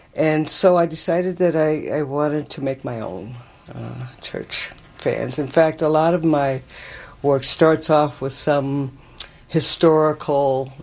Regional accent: United States; And they asked me where I was from. I told them, from the U.S.

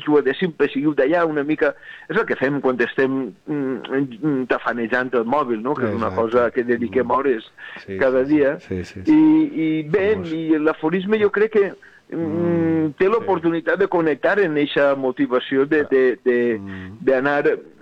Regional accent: Altea, Valencian Community, Spain; Saps que com a animal que viu a cavall entre Altea, que mon pare és d'Altea, jo soc d'Altea, m'he criat així, però sí.

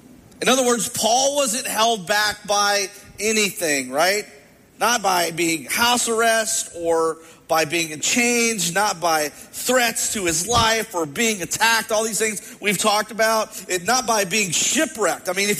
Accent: Kentucky, United States; moved away; especially in Kentucky. And so I've been excited to be back in my home state and to experience fall again.

